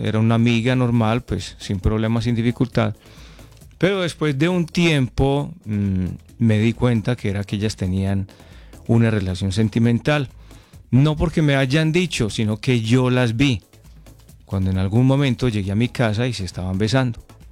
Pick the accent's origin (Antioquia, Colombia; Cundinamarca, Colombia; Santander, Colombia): Antioquia, Colombia; Concordia; mi pueblo. ¿Cuál es mi pueblo? Concordia.